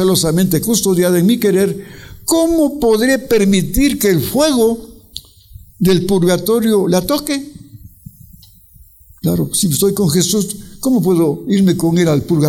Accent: Ibarra, Imbabura, Ecuador; soy de Ibarra.

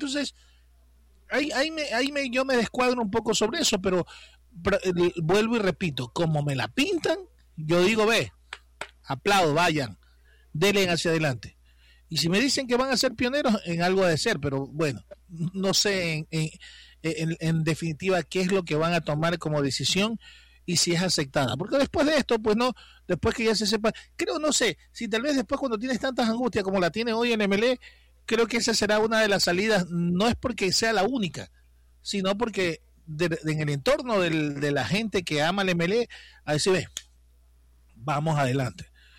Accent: Ecuador; será porque somos ecuatorianos

